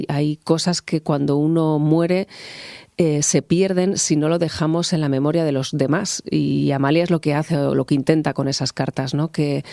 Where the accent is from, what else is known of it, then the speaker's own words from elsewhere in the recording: Pamplona, Falces, Navarre, Spain; uno a mi tierra, a Pamplona, a Navarra, a Falces